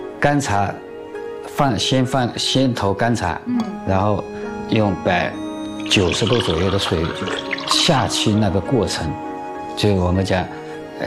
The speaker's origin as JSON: {"language": "Chinese", "town": "Hangzhou", "region": "Zhejiang", "country": "China", "said": "如果我们老喝茶的一看就知道，特别是我们杭州人，就是一个玻璃杯，而且这个玻璃杯呢还要大。"}